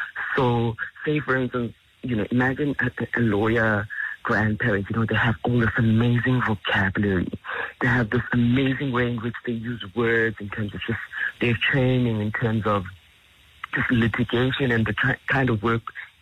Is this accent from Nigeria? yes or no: no; Mthatha, Eastern Cape, South Africa; where we grew up in Umtata